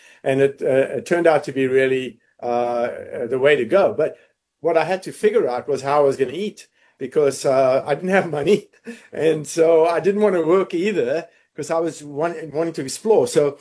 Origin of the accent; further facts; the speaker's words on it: South Africa; moved away; growing up in South Africa